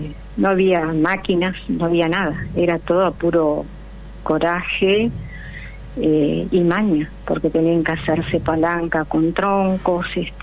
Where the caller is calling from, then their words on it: Adrogué, Buenos Aires Province, Argentina; yo vivo en Adrogué.